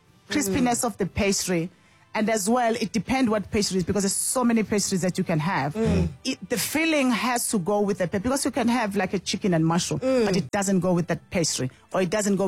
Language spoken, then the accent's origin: English; South Africa; moved away; we as South Africans, our flavors are so bold.